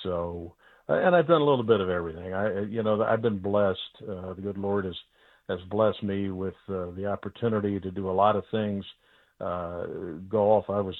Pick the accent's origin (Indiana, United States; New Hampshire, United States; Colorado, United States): Indiana, United States; I grew up in Indiana, and you know, it's a state law. You have to like basketball.